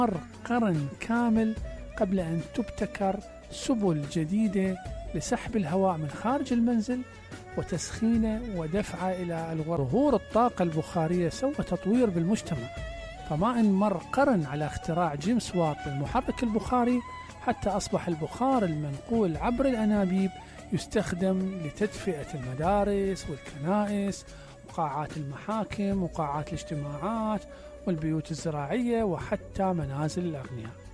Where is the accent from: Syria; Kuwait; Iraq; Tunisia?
Iraq; Basra, Basra Governorate; احنا عندنا بالبصرة